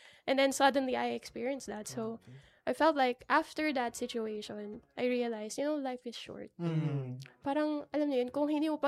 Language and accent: Tagalog; Manila, Metro Manila, Philippines; I'm not from Laguna. I'm really from Manila. So, lumaki po kaming Maynila.